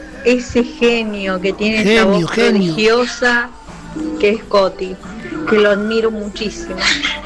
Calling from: Arocena, Santa Fe, Argentina; vivo en Arocena

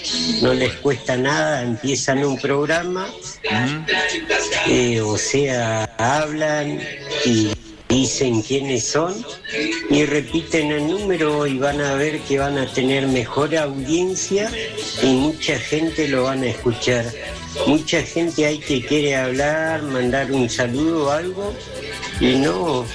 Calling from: Macachín, La Pampa, Argentina; vivo en Macachina, Pampa

